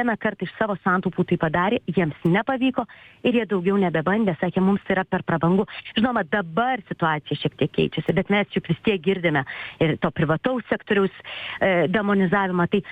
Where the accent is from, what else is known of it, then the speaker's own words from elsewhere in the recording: Vilnius, Vilnius County, Lithuania; aš esu Vilnietė, mano laikais jis nebuvo kvestionuojamas, tu eini į tą mokyklą, kuri tau priskirta.